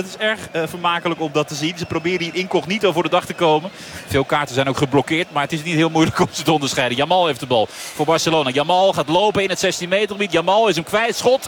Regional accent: Rotterdam, South Holland, Netherlands; Ik woon zelf in Rotterdam. Ik kom uit Rotterdam.

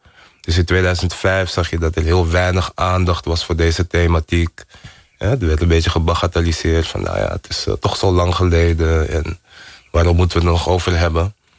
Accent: Amsterdam, North Holland, Netherlands; ik ben hier geboren en getogen in Amsterdam, in Nederland. Maar ik woonde wel in een hele Surinaamse omgeving.

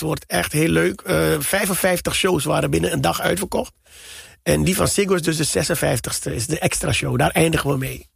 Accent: Suriname; Ik ben opgegroeid in Suriname in de jaren 80... toen het heel moeilijk was met in de rij staan en schaarste aan alles.

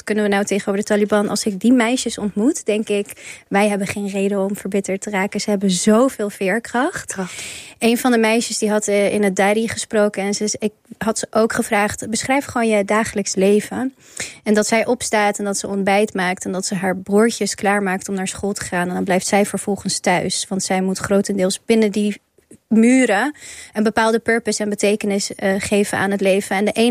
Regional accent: Afghanistan; We hebben echt een nachtmerrie voor onze ogen. Niet alleen als Afghanen, maar ik denk gewoon de hele wereld heeft dat kunnen zien.

